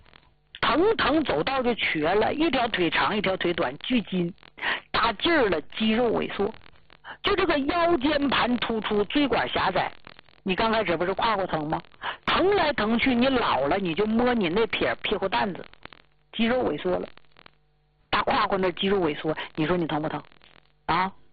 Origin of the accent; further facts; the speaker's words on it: Northeast China, China; 而且咱们家乡所处的东北地区还是落后啊，工资低，地还不值钱